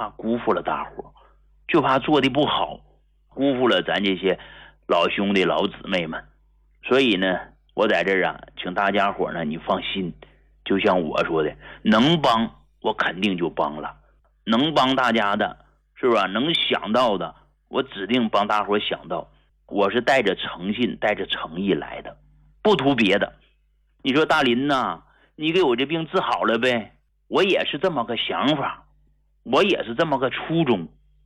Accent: Hegang, Heilongjiang, China; 我是从农村走出来的中医大夫，一个土生土长的农民的儿子啊，从黑龙江鹤岗农村走出来的一个平民医者

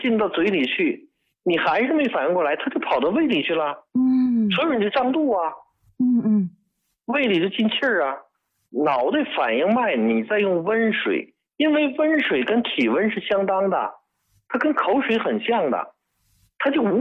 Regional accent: China

